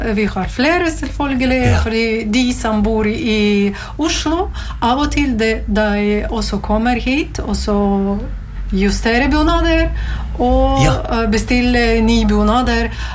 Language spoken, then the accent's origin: Swedish; Latvia; Swedish is a second language; moved away as an adult; now in Norway; Jag kom från Latvia. Och så bor i Norge 14 år.